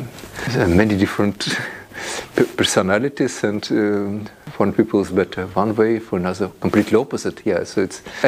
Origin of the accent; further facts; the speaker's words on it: Russia; English is a second language; because I'm from Russia, and I never been on the east of Ural Mountains in Russia, so I've seen only in very little of western part.